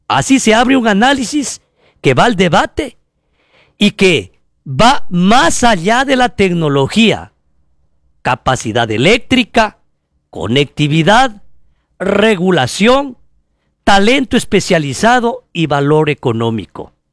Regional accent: Palanda, Zamora-Chinchipe, Ecuador; el café de mi tierra, el café Mayu, el café de Palanda.

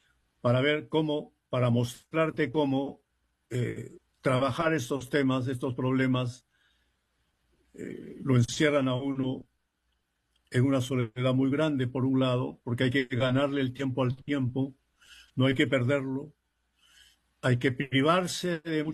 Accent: Puquio, Ayacucho, Peru; Los puquianos celebramos a nuestra tierra y todos los andinos en todas partes.

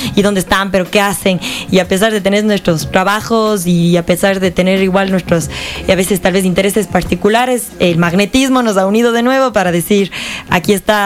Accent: Ecuador

